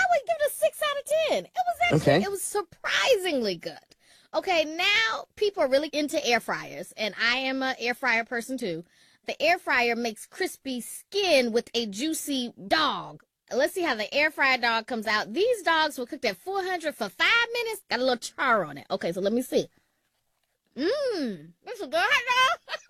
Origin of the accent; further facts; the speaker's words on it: North Carolina, United States; Okay, so for my hot dogs, I'm from North Carolina.